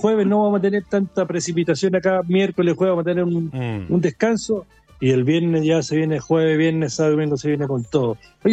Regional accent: Chile

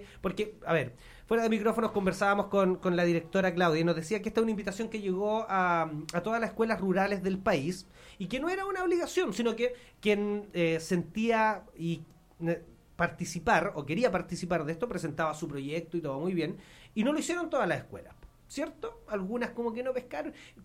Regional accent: Sagrada Familia, Maule, Chile; una comuna muy rural, comuna a la cual pertenezco, Sagrada Familia

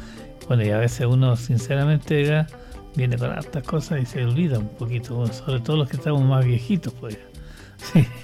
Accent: Litueche, O'Higgins, Chile; desde Rosario de los Solís, pues, los que somos de Rosario de los Solís

